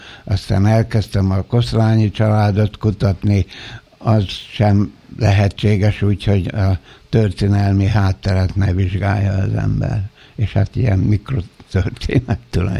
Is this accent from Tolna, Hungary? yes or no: no; Budapest, Hungary; born there; az anyám már a eljövendő köröztapáméknál Budapesten várta a szülési időpillanatát, és így kórházba születtem a 13. kerületben.